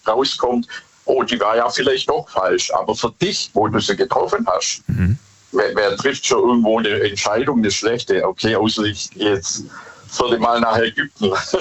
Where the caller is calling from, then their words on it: Bad Boll, Baden-Württemberg, Germany; ich komme aus Bad Boll.